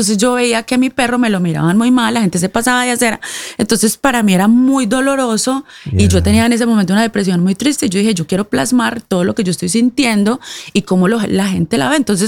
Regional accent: Colombia; el Congreso de la República también me dio un galardón de Colombia como colombiana estrella

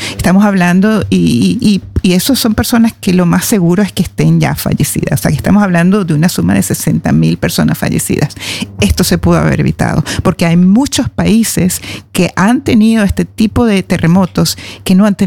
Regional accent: Venezuela; now in Norway; nosotros en Venezuela

